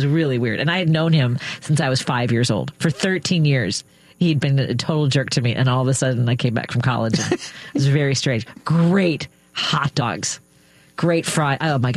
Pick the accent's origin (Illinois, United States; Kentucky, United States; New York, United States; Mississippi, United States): Illinois, United States; Norwood; I grew up in Norwood, yeah, but okay. I grew up in a one bedroom apartment above what was a paint. When we moved in, it was a paint store, became a bank.